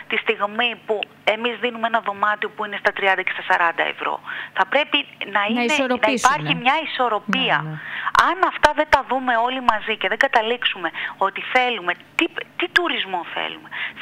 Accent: Samos, North Aegean, Greece; Και δεν είναι μόνο το ότι εγώ είμαι σαμιώτης κατ' εφημισμό.

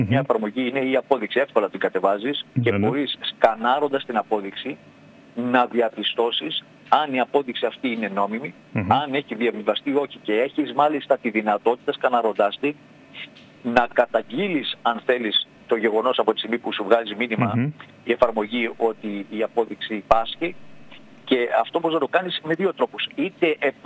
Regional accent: Spetses, Attica, Greece; Και εγώ νησιώτης είμαι, εγώ κατάγομαι από τις Πέτσες.

